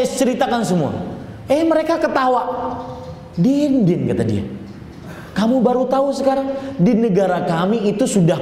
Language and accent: Indonesian; Indonesia; moved away as an adult; also born or lived in Dammam, Saudi Arabia; Saya dari Indonesia